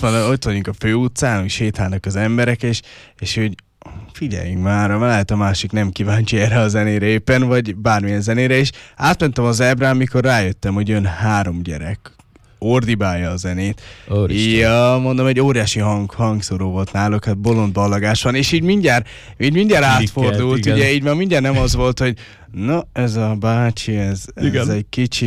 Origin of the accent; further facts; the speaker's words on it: Paks, Tolna, Hungary; ugye paksiak vagyunk